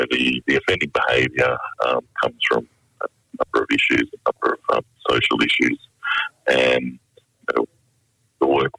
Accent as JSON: {"language": "English", "town": "Broome", "region": "Western Australia", "country": "Australia", "said": "I'm originally from Broome and have connections to Yarra and Tawajawa country."}